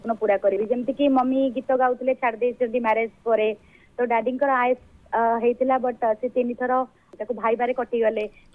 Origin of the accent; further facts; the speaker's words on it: Bhubaneswar, Odisha, India; And I am from Bhubaneswar. ମୁଁ ଭୁବନେଶ୍ୱରରୁ କହୁଛି।